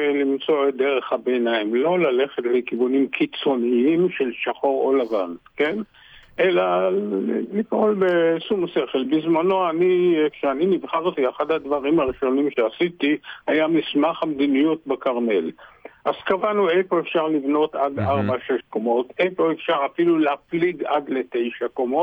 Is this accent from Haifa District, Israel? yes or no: yes; Haifa, Haifa District, Israel; כל השכונות האלה שאני דרך אגב גדלתי בהן.